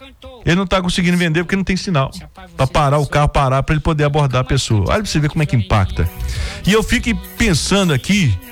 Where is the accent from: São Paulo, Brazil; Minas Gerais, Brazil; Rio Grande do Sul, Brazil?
Minas Gerais, Brazil; Ponte Nova; born there; Nasci em Ponte Nova. Fui criado lá no Morro do Sapé.